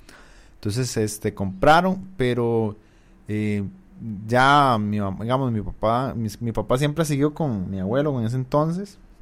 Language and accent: Spanish; Aserrí, San José, Costa Rica; yo soy de la pura cepa acerriseño.